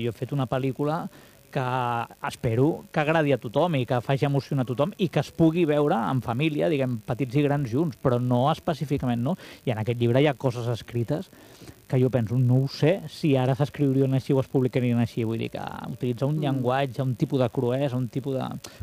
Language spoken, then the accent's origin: Catalan; Barcelona, Catalonia, Spain; tu no em coneixes de res, sóc un cineasta de Barcelona, però em vull fer una pel·lícula.